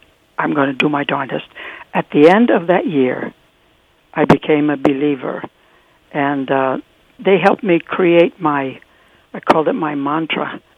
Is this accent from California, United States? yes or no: yes; San Bernardino, California, United States; I lived on the west side, and it was mostly Mexican and Italian families on the west side. It was fun, and it was a large Mexican community. I said we were Mexican then, not Latino.